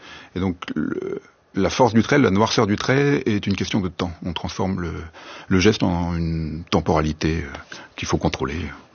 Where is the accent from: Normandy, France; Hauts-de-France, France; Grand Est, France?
Grand Est, France; J'ai grandi en Lorraine. Et la Lorraine, c'est vraiment une terre de guerre. Enfin, derrière chez moi, il y avait une forêt remplie de tranchées, de trous d'obus, de bunkers, et c'est là-dedans où j'ai joué